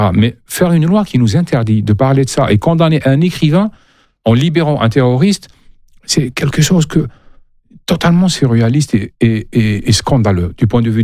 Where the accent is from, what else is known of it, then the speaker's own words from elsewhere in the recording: Algeria; moved away as an adult; J'aime mon pays natal. J'aime les arbres, j'aime les tombes des miens, j'aime les miens, j'aime mon quartier, j'aime mon village.